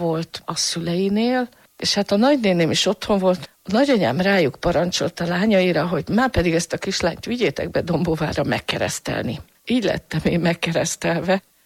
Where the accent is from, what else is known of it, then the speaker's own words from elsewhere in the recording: Salgótarján, Nógrád, Hungary; born there; also born or lived in Budapest; A szüleim Salgótarjánban kaptak állást a ruhagyárnál, mind a ketten. Ez a város nem a katolikus hitéről híres, vallásos nevelést nem kaptam.